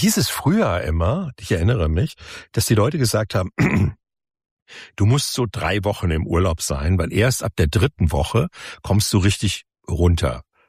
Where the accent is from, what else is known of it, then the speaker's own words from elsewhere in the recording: Munich, Bavaria, Germany; wo ich als Münchner ja manchmal hinfahre